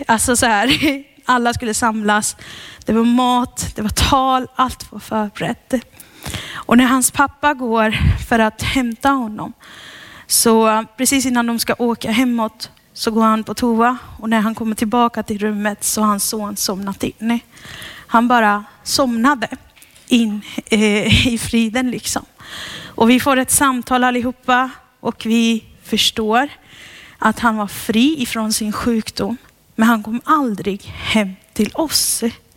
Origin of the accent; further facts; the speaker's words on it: Pakistan; also born or lived in Sri Lanka; När jag växte upp, jag är uppvuxen i Pakistan och jag är uppvuxen i Sri Lanka och jag är uppvuxen på kampanjer.